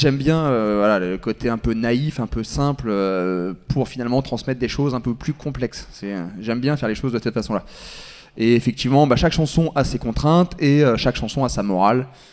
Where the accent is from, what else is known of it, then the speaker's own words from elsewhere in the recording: Cossé-le-Vivien, Pays de la Loire, France; j'ai grandi à Cossé